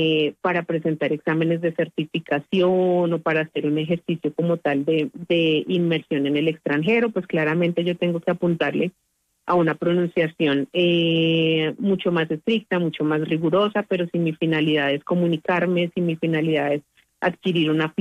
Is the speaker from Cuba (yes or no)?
no; Colombia; y claramente nosotros como colombianos vamos a manejar un acento, incluso dentro de las regiones de nuestro país